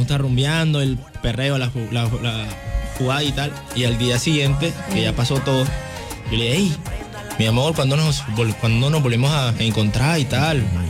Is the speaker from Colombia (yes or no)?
yes; Barranquilla, Atlántico, Colombia; moved away; also born or lived in Bucaramanga, Santander; yo viví casi 6 años en Bucaramanga, Santander. Ah, pero yo soy barranquillero.